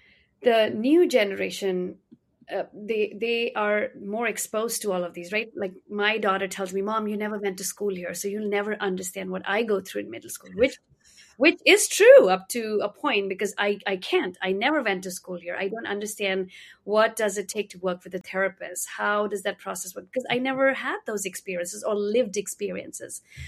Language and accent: English; India; moved away as an adult; 20 years ago, I was in India, which meant I was born in India and I lived in India all my life. And growing up in India